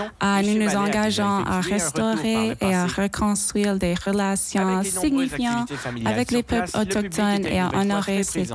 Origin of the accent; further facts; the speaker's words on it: Florenceville, New Brunswick, Canada; first language English; French is a second language; Moi, je suis anglophone et je viens de Florenceville, au Nouveau-Brunswick, mais j'ai fait l'immersion en française